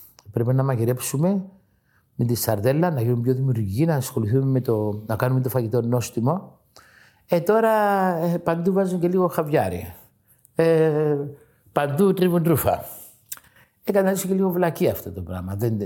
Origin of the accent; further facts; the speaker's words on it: Greece; Και ένα πρόβλημα που είχαμε εμείς σαν Έλληνες που δεν το ξέραμε το μουσχάρι.